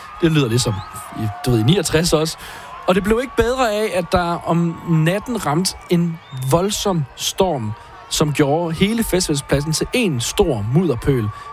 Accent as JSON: {"language": "Danish", "town": "Herning", "region": "Central Denmark Region", "country": "Denmark", "said": "Jeg er fra Herning"}